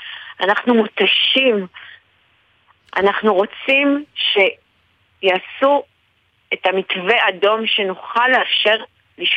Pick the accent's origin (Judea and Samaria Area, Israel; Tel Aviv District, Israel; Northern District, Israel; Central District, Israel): Northern District, Israel; Shlomi; אני נולדתי בשלומי, אני גדלתי למציאות הזאת.